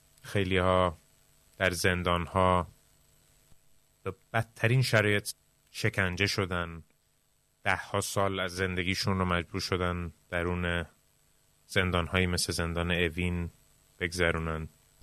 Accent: Iran; moved away

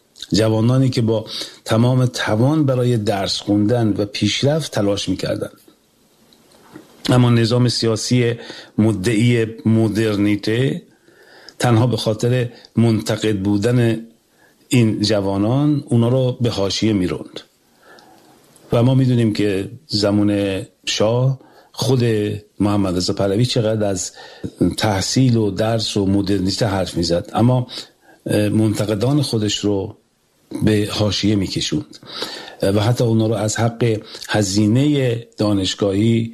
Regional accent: Iran; born there; زادگاه من شهر سمیلوم، شهری که در آن نابرابری و بی‌عدالتی نه مفهومی انتزاعی بلکه بخشی عریان و روزمره از زندگی مردم بوده و هست.

